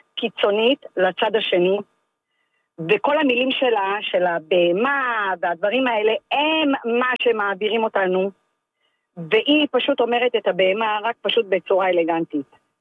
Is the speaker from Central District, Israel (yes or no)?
yes; Rehovot, Central District, Israel